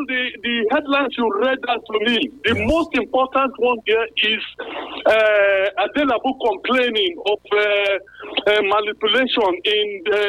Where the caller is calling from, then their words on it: Sabongida-Ora, Edo, Nigeria; from Sabongida Ora.